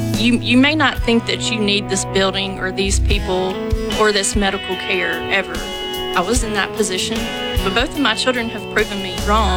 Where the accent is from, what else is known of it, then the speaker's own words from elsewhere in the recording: Pearl, Mississippi, United States; We've been very blessed to have Children's basically in our backyard because we are from Pearl.